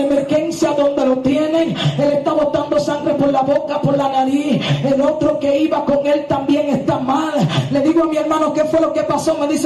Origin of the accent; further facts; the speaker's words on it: San Cristóbal, Dominican Republic; el hospital público de mi pueblo. Bendito sea el Señor, el Juan Pablo Pina.